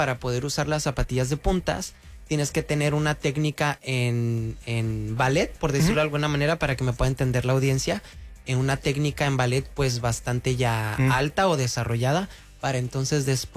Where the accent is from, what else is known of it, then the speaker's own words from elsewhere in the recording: Culiacán, Sinaloa, Mexico; moved away; also born or lived in Monterrey; Yo soy de Culiacán, ahí en Culiacán.